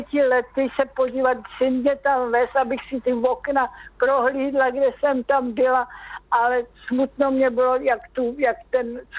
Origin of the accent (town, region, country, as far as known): Přelouč, Pardubice Region, Czechia